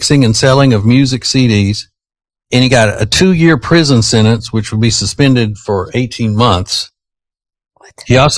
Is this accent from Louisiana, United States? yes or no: yes; Winfield, Louisiana, United States; In my hometown of Winfield, Louisiana, is not a diverse place. It's 50% white, 50% black, or it was when I was growing up.